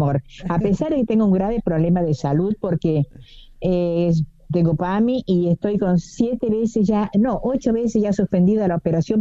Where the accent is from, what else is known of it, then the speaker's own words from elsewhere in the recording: Sebastián Elcano, Córdoba, Argentina; moved away as an adult; also born or lived in Buenos Aires; now in Córdoba, Argentina; soy cordobesa y cuando me casé me fui a vivir a Buenos Aires. Ahí viví 35 años